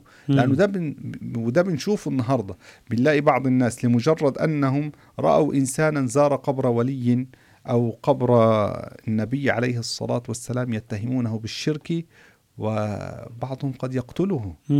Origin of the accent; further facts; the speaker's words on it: Egypt; عندنا في مصر